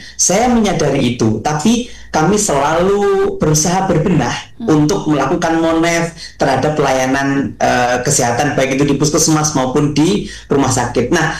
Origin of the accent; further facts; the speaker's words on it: East Java, Indonesia; saya berasal dari desa yang sangat pelosok. Saya berasal dari Kecamatan Rayun, Kabupaten Ponorogo, yang di mana desa yang hampir paling selatan yang berbatasan dengan Pacitan. Di sana dokter tidak ada Mbak.